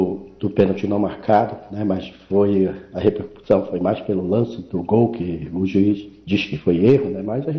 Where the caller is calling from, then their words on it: Pará, Brazil; eu, como paraense, torcedor do Remo